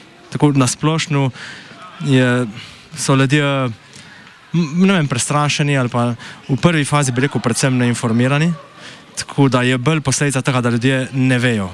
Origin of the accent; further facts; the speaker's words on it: Littoral–Inner Carniola, Slovenia; jaz prihajam z Vasikav, tam živi nas 300 ljudi